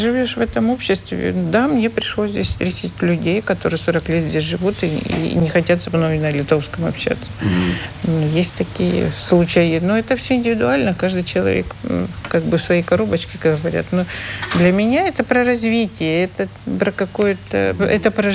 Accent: Ukraine; moved away as an adult; now in Lithuania; Смотрите, я же украинка, я же националистка

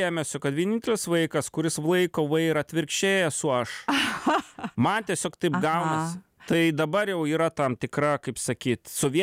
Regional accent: Klaipėda, Klaipėda County, Lithuania; Pokario, jo, sovietmečio, kur aš užaugau Klaipėdoje

